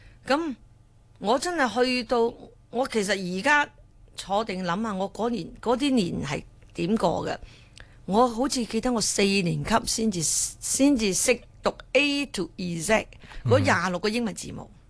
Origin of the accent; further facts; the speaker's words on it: Ipoh, Perak, Malaysia; moved away; 我哋喺嗰度出世咧